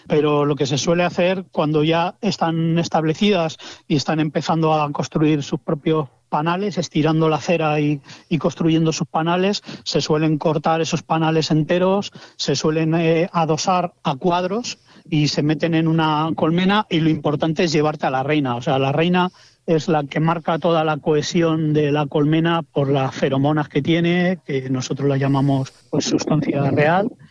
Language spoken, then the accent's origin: Spanish; Cuenca, Castilla-La Mancha, Spain; Yo soy de Cuenca